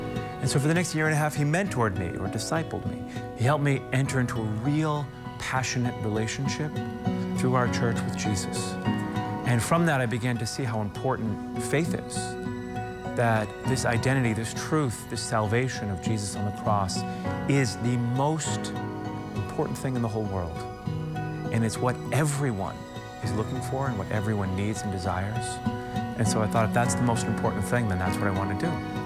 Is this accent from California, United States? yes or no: no; Weymouth, Massachusetts, United States; I grew up in South Weymouth at St. Francis Xavier Parish. I grew up in a very Irish Catholic family.